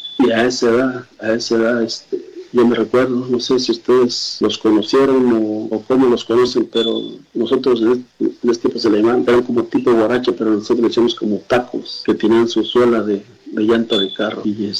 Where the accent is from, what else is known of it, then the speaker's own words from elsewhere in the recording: Valtierrilla, Guanajuato, Mexico; now in Houston, United States; Soy originario de Valtierrilla, Guanajuato, pero estoy viviendo aquí en Houston, Texas, de la comunidad de Houston, Texas.